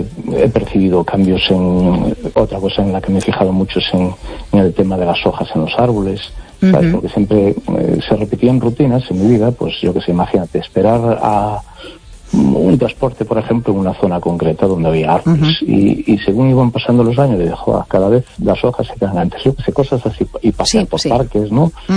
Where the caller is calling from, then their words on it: A Coruña, Galicia, Spain; de Coruña.